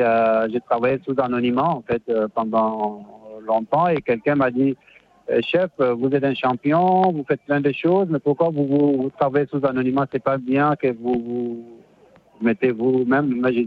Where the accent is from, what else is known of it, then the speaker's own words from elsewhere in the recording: Chad; je suis tchadien, je suis gourane et j'ai fait la cuisine.